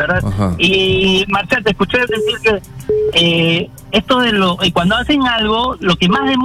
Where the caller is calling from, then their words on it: Lima, Peru; San Juan de Lurigancho. San Juan de Lurigancho. Donde están los dos penales, imagínate.